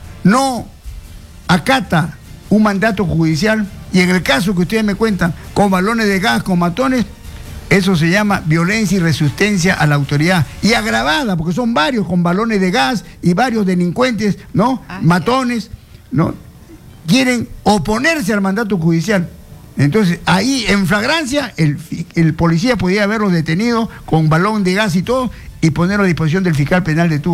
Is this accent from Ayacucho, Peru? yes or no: no; Chincha, Ica, Peru; el José Pardo y Barreda, en Chincha, donde dejé los mejores años de mi vida, ¿no? Un saludo a todo mi pueblo de Chincha.